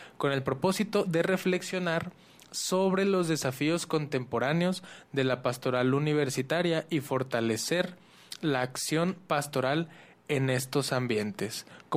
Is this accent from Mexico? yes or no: yes; Mexico; accent: northern Mexican; predominamos un poquito los del norte, ¿no? Ahora anduvimos mucho norteño por ahí, nos reconocimos por nuestro acento, por la manera en la que decimos ciertas palabras